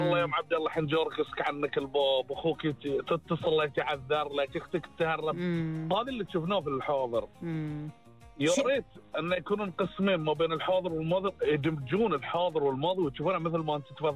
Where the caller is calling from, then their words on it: Bahrain; نفخر انا بحريني.